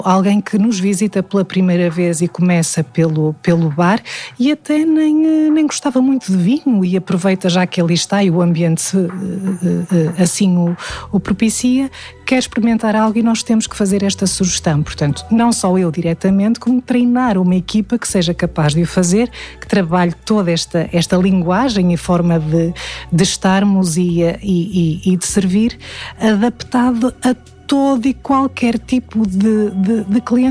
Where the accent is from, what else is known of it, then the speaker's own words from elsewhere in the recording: Santa Maria da Feira, Aveiro, Portugal; Passo pela cortiça porque originalmente eu sou de Santa Maria da Feira